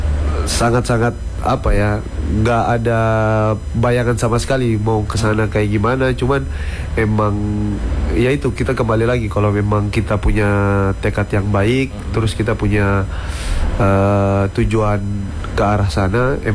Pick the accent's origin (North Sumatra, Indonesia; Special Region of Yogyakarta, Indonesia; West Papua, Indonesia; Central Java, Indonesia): West Papua, Indonesia; Fakfak; moved away as an adult; now in Java, Indonesia; Kebetulan ya saya lahir besar di Fak-Fak. Ya sudah dari kecil juga di Fak-Fak, hidup juga di Fak-Fak, orang tua juga di Fak-Fak semua. Cuman memang semenjak tahun 2000 berapa ya? 2012 saya mulai merantau